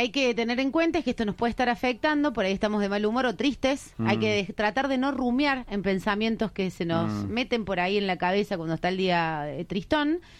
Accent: Argentina

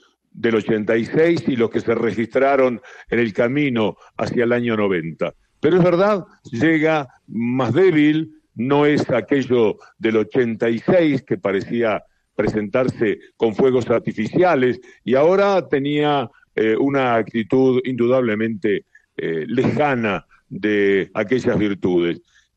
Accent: Uruguay; now in Argentina; Yo, en tanto argentino, soy uruguayo

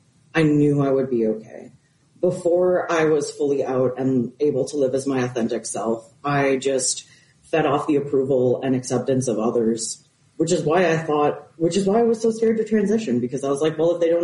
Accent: Wisconsin, United States; I grew up in Wisconsin.

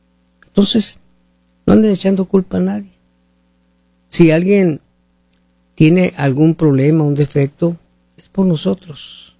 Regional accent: Hermosillo, Sonora, Mexico; moved away; Vamos a ver mi ciudad allá y Mexicali, las dos ciudades más calientes de Hermosillo, México.

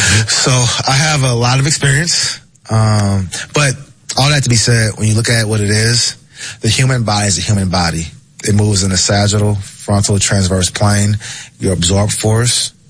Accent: the South, United States; and I'm from the South, too. Like, you got to think, like, I've grown up in the South my entire life.

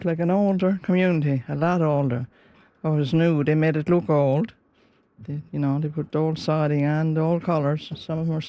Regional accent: Brickus, Newfoundland and Labrador, Canada; now in Cape Royal, Canada; I grew up right here in Brickus, just in the hair behind the centre, the fishing stage there.

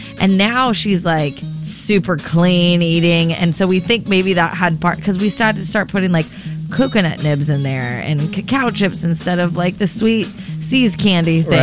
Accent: Santa Barbara, California, United States; growing up in Santa Barbara, growing up Japanese and Italian with lots of exchange students

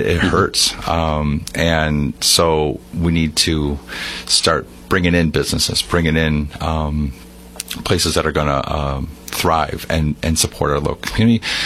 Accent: Sandwich, Illinois, United States; now in Yorkville, United States; Home is Yorkville, but I grew up in Sandwich, and I've been living this whole area my whole life, my family too.

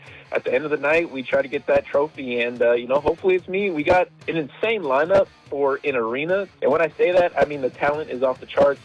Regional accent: California, United States; From California.

